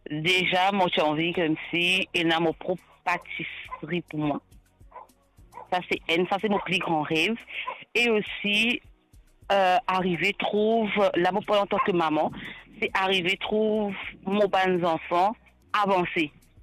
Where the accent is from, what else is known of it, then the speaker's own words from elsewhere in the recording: Rodrigues, Mauritius; moved away; moi, je viens de Rodrigue